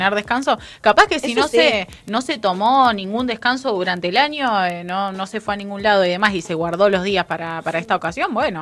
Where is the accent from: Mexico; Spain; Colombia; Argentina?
Argentina